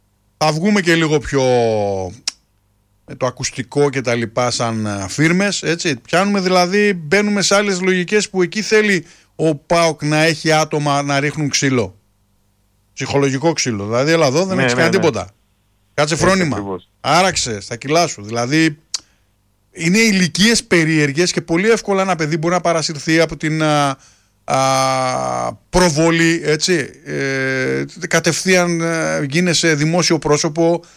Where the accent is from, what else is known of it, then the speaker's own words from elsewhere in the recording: Greece; Έχουμε και μια νοοτροπία σαν Έλληνες